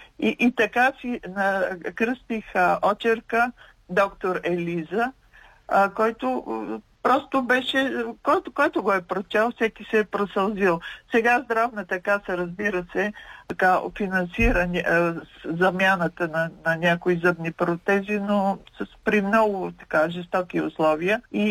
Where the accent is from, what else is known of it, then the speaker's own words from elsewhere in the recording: Pleven, Pleven Province, Bulgaria; Аз съм от Плевен.